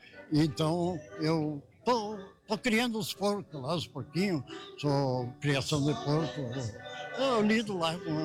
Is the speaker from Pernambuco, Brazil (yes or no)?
no; Espumoso, Rio Grande do Sul, Brazil; born there; also born or lived in Mormaço / Santo Tomé; now in Soledade, Brazil; Eu nasci em Espumoso, Pratinha. E daí eu vim para Mormaço, do Mormaço vim para Santo Tomé, do Santo Tomé vim para Soledade.